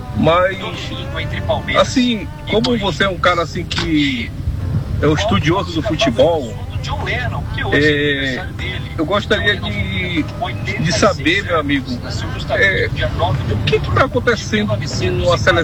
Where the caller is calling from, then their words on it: Brazil; como nós somos brasileiros